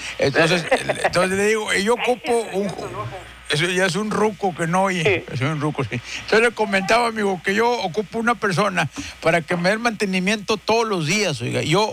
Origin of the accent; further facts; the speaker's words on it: Linares, Nuevo León, Mexico; Yo soy de Linares, oiga.